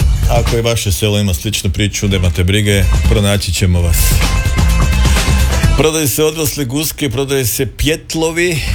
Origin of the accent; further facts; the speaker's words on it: Hrvatsko Zagorje, Croatia; kod nas u Zagorju su kokuti